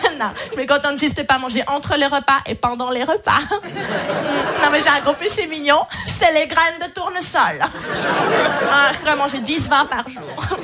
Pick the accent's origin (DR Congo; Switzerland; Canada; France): Switzerland; Moi, à chaque fois que je dis à un Français que je viens de Suisse